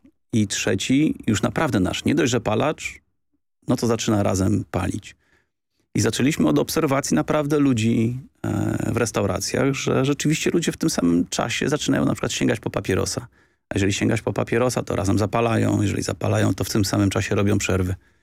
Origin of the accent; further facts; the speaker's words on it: Warsaw, Masovian Voivodeship, Poland; Bo podobny, to powiem, ja też jestem z Warszawy i koniec.